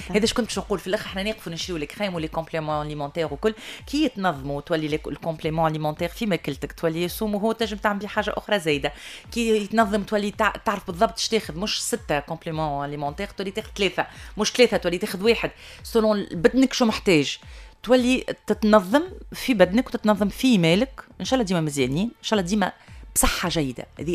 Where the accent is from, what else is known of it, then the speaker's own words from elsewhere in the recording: Tunisia; أنا نقولها معناتها منتها كمواطنة تونسية